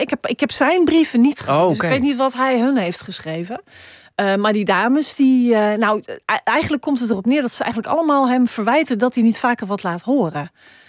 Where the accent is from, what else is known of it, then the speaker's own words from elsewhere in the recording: Suriname; Ja, ik kom uit Suriname, dus iedereen gooit je oom en tante.